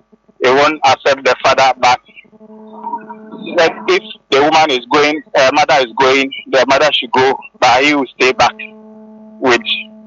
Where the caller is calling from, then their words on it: Danfa, Greater Accra, Ghana; calling from Danfa.